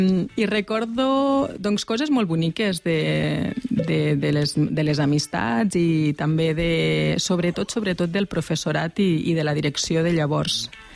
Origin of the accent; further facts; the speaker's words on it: La Seu d'Urgell, Catalonia, Spain; born there; also born or lived in Barcelona; primer van explorar els meus pares pel territori i van arribar a la Seu, els hi va agradar moltíssim i quan vaig tenir aproximadament 5 anys em van portar cap aquí.